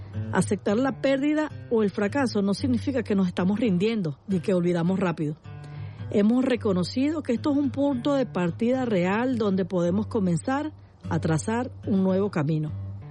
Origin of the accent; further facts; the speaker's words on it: Venezuela; En vez de estarnos preguntando como venezolanos, ¿por qué a nosotros?